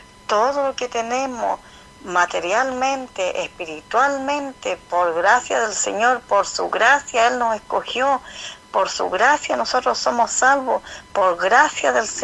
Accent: Lago Ranco, Los Ríos, Chile; soy de acá de Lago Ranco

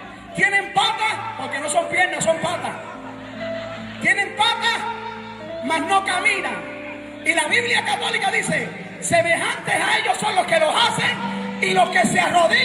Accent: Puerto Rico; Yo vengo de, soy nacido en Puerto Rico, pero de sangre italiana, o sea … Pero yo soy más puertorriqueño que el arroz y los frijoles, ¿ok? 100% boricua.

